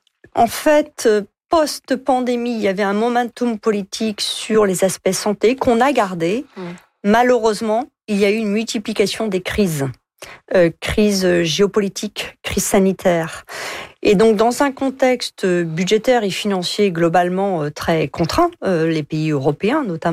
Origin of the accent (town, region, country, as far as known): France